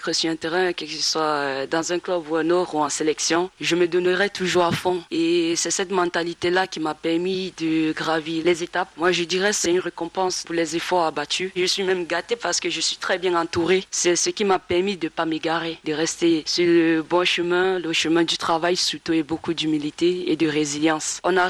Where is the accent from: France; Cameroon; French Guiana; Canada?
Cameroon; en tant que Camerounaise